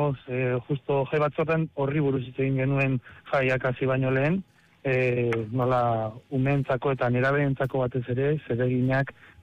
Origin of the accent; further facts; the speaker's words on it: Urduña, Basque Country, Spain; Ni bai, eta Urduñarra, bai.